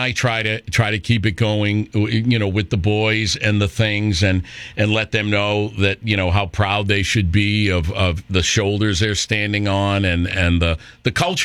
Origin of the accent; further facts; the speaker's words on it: Worcester, Massachusetts, United States; I grew up in Worcester, of course, and these were my churches